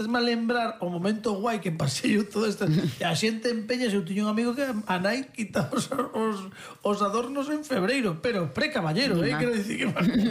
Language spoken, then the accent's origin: Galician; Vigo, Galicia, Spain; xa que sinto Galicia que somos de Vigo